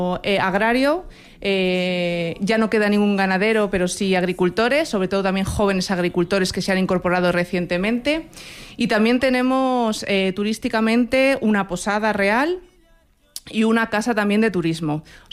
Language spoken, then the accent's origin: Spanish; Villanueva de San Mancio, Castile and León, Spain; soy de Villanueva de San Mancio, un municipio que está ubicado en la provincia de Valladolid. Hacia el norte limita con la provincia de Palencia. El municipio alberga menos de 100 habitantes, en torno a 87 aproximadamente